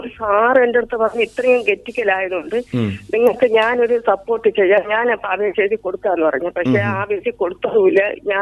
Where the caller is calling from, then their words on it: Palakkad, Kerala, India; പാലക്കോട് നിന്നാണ് വിളിക്കുന്നത്.